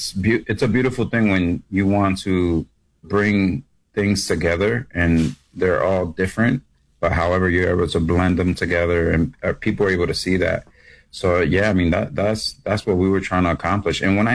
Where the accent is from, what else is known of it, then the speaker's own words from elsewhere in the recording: New York City, New York, United States; Well, I feel like I'm from New York, so I feel like I'm from New York.